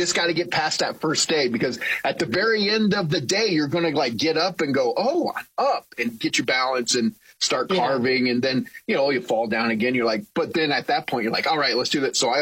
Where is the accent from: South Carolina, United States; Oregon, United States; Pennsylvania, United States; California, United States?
Oregon, United States; And it's fun because I grew up in Central Oregon. My home mountain was Mount Bachelor.